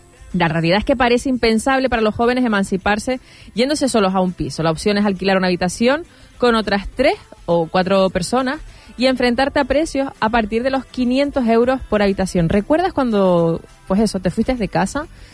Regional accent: La Palma, Canary Islands, Spain; Hay una curiosidad muy, muy nuestra, muy de La Palma

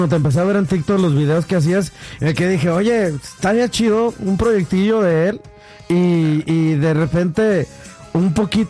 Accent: León, Guanajuato, Mexico; Yo soy de León.

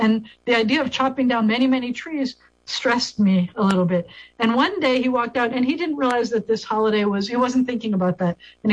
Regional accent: New York, United States; now in Shreveport, United States; when I grew up in New York State

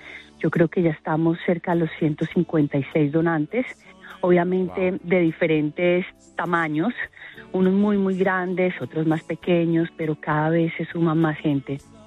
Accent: Colombia; los colombianos

